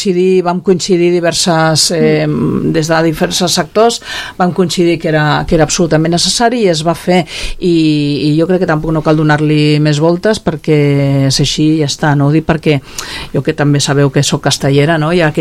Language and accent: Catalan; Cubelles, Catalonia, Spain; els que som de Cubelles de tota la vida, jo la meva família no ve de pagès, però nosaltres no... Jo sempre dic que soc de Cubelles de tota la vida, però els meus pares no ho eren